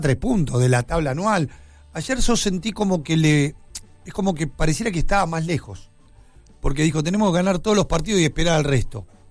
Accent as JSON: {"language": "Spanish", "country": "Argentina", "said": "y yo todo, es como argentino, lo siento muy representado"}